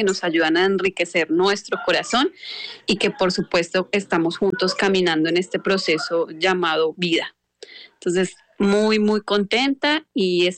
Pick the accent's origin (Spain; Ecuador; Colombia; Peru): Colombia; moved away as an adult; also born or lived in Mexico; now in Brazil; soy colombiana, pero viví 4 años en México